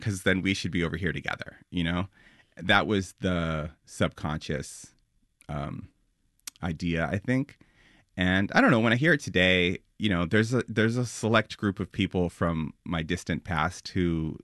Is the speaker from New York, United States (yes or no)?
yes; New York, United States; I mean, I grew up on West 4th and Charles just down the street. Washington Square Park immediately became my like everyday hangout.